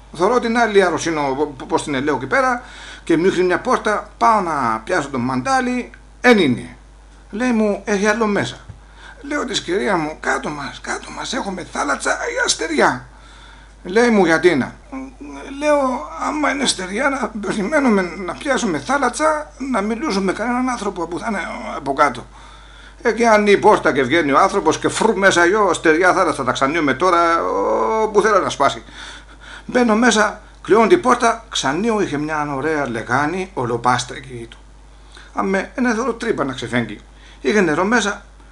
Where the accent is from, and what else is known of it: Olympos, South Aegean, Greece